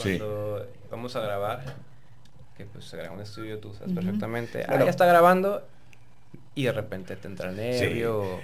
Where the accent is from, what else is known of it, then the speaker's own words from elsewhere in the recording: Tijuana, Baja California, Mexico; soy de Tijuana